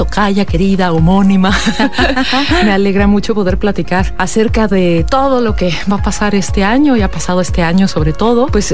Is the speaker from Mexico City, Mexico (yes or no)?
yes; Mexico City, Mexico; moved away as an adult; now in Querétaro, Mexico; Soy de la Ciudad de México, pero llegué aquí hace ya 24 años.